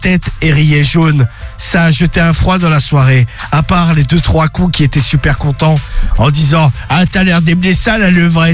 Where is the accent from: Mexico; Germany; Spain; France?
France; Drancy, Île-de-France; 32 ans, je suis de Drancy.